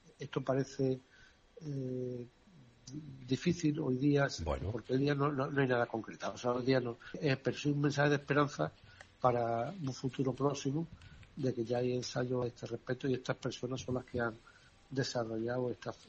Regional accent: Spain; no somos los españoles más tontos que ellos

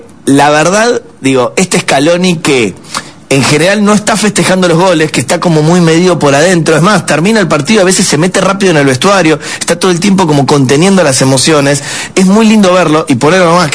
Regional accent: Argentina; no lo estamos diciendo porque somos todos argentinos

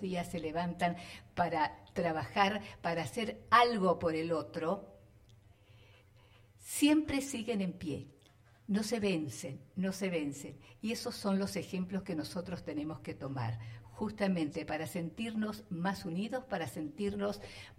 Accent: Argentina

